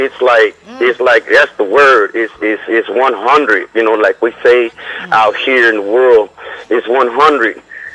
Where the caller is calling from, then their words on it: Houston, Texas, United States; I'm calling from Houston. And by the way